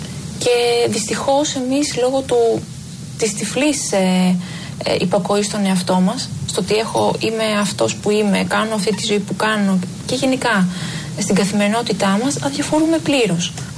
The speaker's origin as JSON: {"language": "Greek", "country": "Greece"}